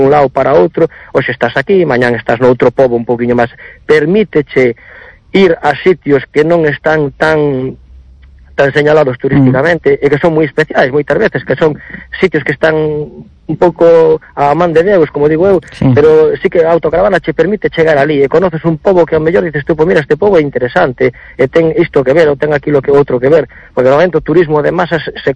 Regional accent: Redondela, Galicia, Spain; Eu son de Redondela

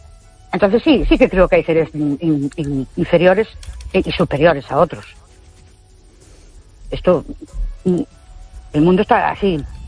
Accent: Ourense, Galicia, Spain; Buenas noches … de Ourense

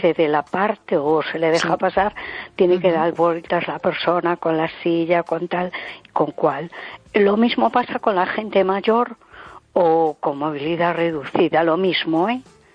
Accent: A Coruña, Galicia, Spain

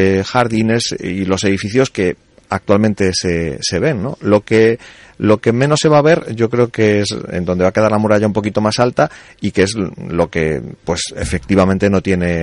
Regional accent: Ferrol, Galicia, Spain; los que somos de Ferrol

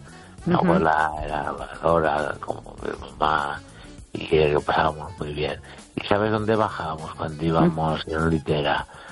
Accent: Barcelona, Catalonia, Spain; born there; also born or lived in village near Os Peares, Galicia; mis padres emigraron, mi madre emigró con sus padres, con mis abuelos, a Barcelona, y mi madre se enamoró de un catalán de pura cepa, y de esa mezcla nacimos una familia gallego-catalana.

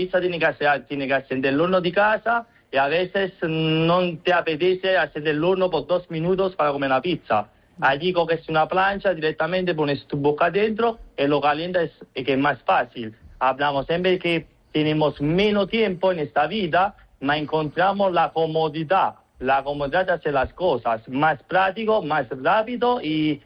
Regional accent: Naples, Campania, Italy; Spanish is a second language; moved away as an adult; also born or lived in Madrid; now in A Coruña, Spain; Yo soy italiano y a los 22 años

